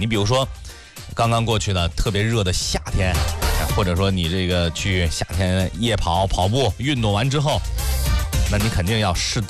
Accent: China; 我们中国人喝冰水呢是比较少的。

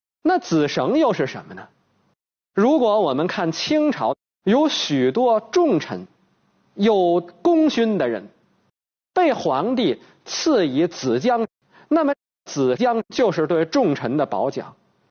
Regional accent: China; 我们中国人

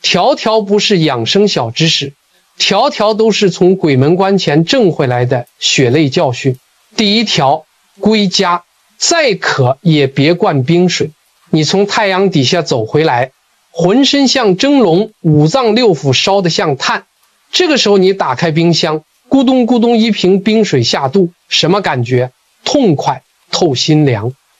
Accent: China

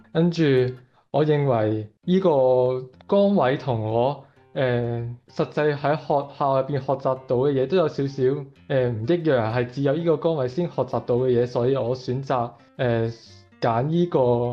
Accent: Macau; now in Wuhan, China; 我来自澳门，而家喺武汉大学就读嘅

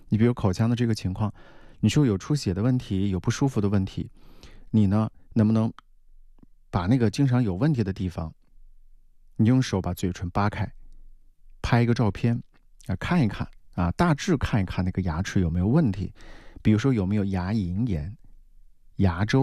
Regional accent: Hubei, China; 咱们湖北人特别喜欢吃鱼啊

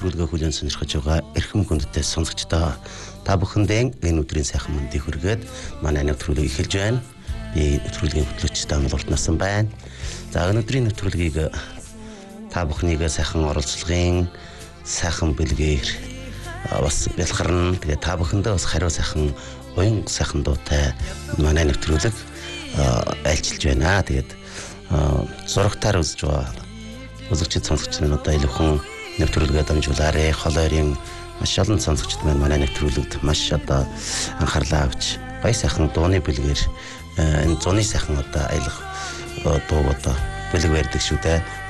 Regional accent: Hulunbuir, Inner Mongolia, China

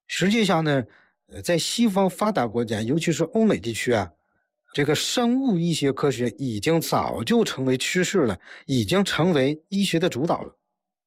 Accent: China; 中国人我们

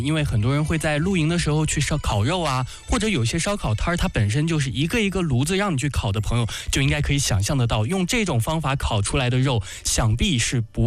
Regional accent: Suqian, Jiangsu, China; 那我的家乡呢在宿迁，隔壁就是徐州

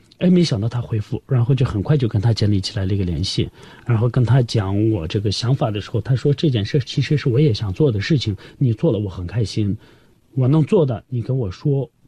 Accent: Xinjiang, China; 我们新疆人各个民族

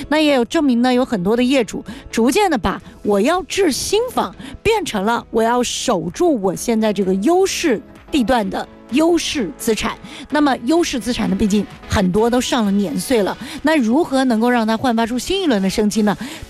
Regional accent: Guangzhou, Guangdong, China; 像我们广州人花钱他很理性

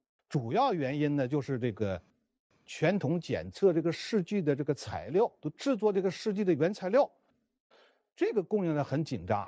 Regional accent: China; 目的吧，还是希望咱们中国人来讲，本身我作为华人，作为国人，咱们国家现在糖尿病这个患者2.3亿多

